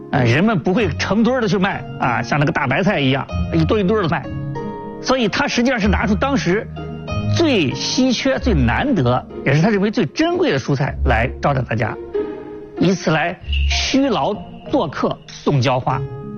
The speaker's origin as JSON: {"language": "Chinese", "country": "China", "said": "我们中国人"}